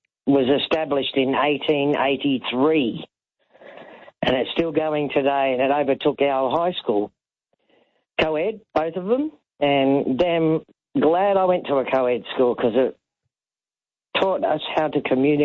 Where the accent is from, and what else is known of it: Sydney, New South Wales, Australia; born there; also born or lived in Elizabeth, South Australia